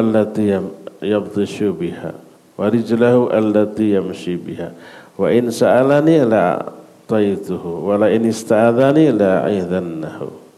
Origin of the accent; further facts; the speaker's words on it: Sunda, Indonesia; sebagai orang Sunda saya enggak bisa tuh ngomong sejam tanpa diselipkan istilah-istilah Sunda.